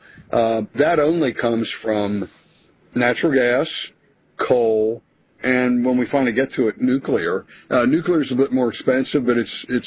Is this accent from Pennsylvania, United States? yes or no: yes; Pennsylvania, United States; We see that I'm from my home state of Philadelphia or of Pennsylvania